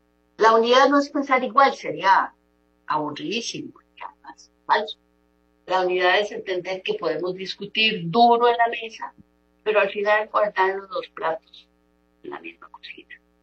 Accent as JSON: {"language": "Spanish", "country": "Costa Rica", "said": "Somos costarricenses"}